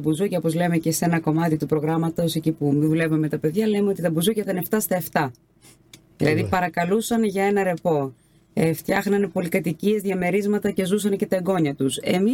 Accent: Lamia, Central Greece, Greece; γεννήθηκα και μεγάλωσα στη Λαμία Φθιώτιδα, σε ένα χωριό συγκεκριμένα, κοντά στη Στυλίδα

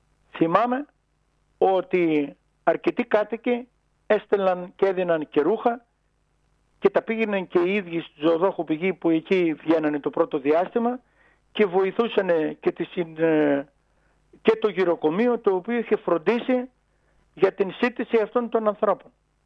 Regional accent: Samos, North Aegean, Greece

